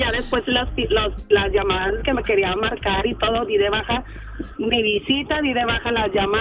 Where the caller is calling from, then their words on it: Monterrey, Nuevo León, Mexico; también soy mujer, la fui a visitar, yo soy de aquí de Monterrey